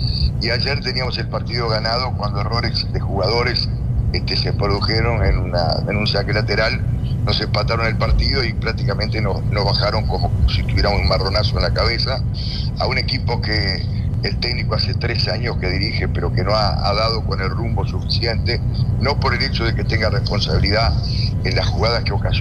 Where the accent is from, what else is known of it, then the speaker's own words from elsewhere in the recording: Uruguay; Yo soy uruguayo y sé perfectamente la reacción anímica que puede tener el equipo.